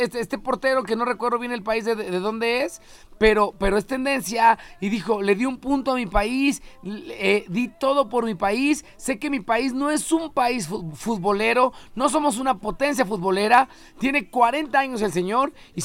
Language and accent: Spanish; Mexico; yo como mexicano nacionalista